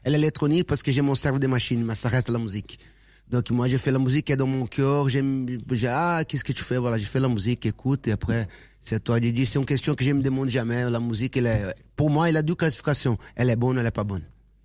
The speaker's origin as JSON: {"language": "French", "country": "Brazil", "second_language": "French", "moved": "yes", "said": "c'est seulement parce que je viens de Brésil?"}